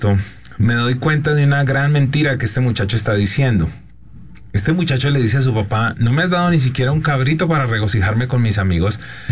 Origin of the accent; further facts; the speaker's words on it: Colombia; moved away; mi país de origen es el líder mundial de abandono paterno. 80% de los niños en Colombia están creciendo sin un papá en casa.